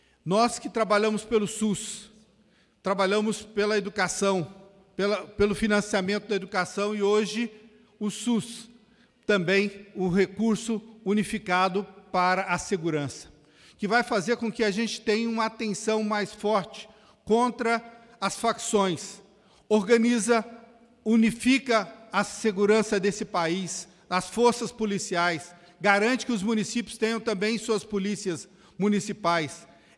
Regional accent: Cascalho Rico, Minas Gerais, Brazil; now in Uberlândia, Brazil; da minha cidade, Uberlândia, e da minha cidade natal, Cascalho Rico.

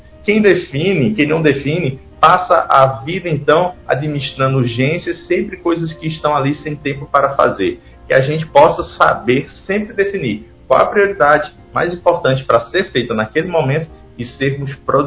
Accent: Brazil; como um bom brasileiro

